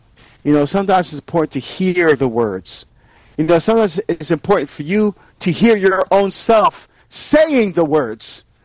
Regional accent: Barbados; You know, as many of you know, I'm from Barbados, and I'm getting a chance to go home

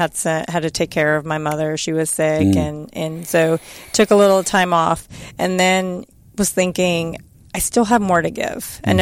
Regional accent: St. Louis, Missouri, United States; moved away; also born or lived in Chicago; St. Louis, Missouri.

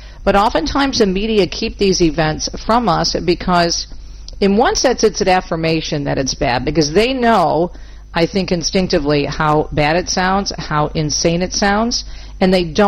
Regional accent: Michigan, United States; born there; And my home state of Michigan

